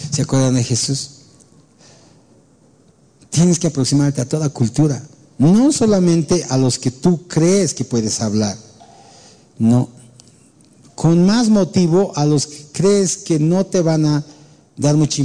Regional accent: Bolivia; nosotros somos bolivianos

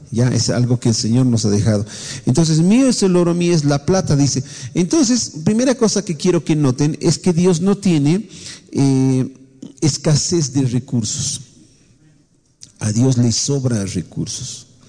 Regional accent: Bolivia; nosotros como nación boliviana tenemos lamentablemente esos factores bien enraizados en nuestra cultura.

